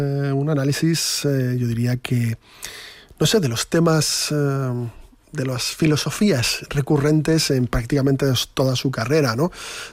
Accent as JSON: {"language": "Spanish", "country": "Argentina", "tie": "born there", "said": "yo soy pseudo argentino, yo nací en Argentina, tengo familia argentina"}